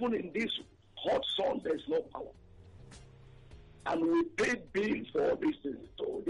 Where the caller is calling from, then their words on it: Ojo, Lagos, Nigeria; I'm calling from Ojo.